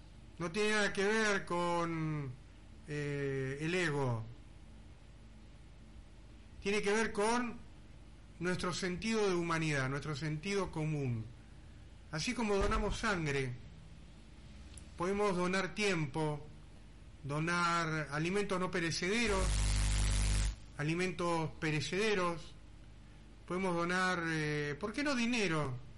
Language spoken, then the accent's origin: Spanish; Argentina; Soy argentino todo el año, no cuando viene la Copa, no cuando viene el Mundial únicamente.